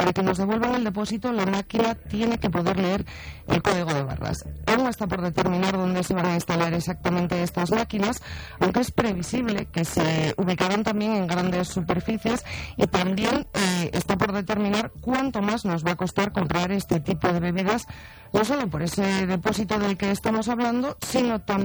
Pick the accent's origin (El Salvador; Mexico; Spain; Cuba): Spain